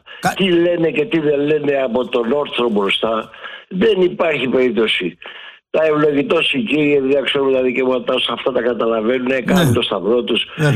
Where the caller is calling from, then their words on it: Gerakas, Attica, Greece; από το Γέρακα.